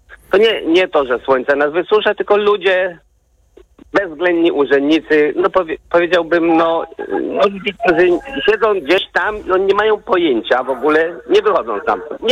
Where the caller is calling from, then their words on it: Nowakowo, Warmian-Masurian Voivodeship, Poland; u nas w Nowakowie